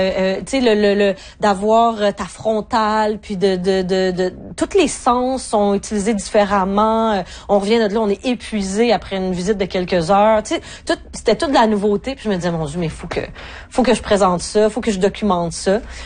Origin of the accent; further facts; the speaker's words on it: Val-d'Or, Quebec, Canada; même si on vient de Val-d'Or, puis que tout le monde autour de nous travaille dans les mines